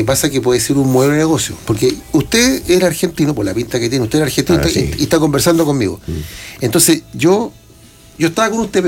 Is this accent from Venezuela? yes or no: no; Chile; Sí, pues, bueno.